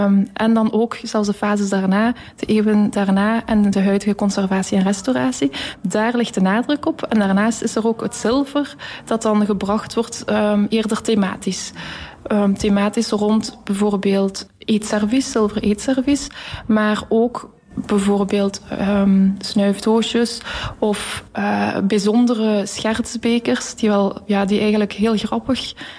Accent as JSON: {"language": "Dutch", "region": "Flanders", "country": "Belgium", "said": "En bovendien ben ik zelf afkomstig van de Vlaamse Ardennen. Woon ik nu ook al enige jaren hier in Oudenaarde."}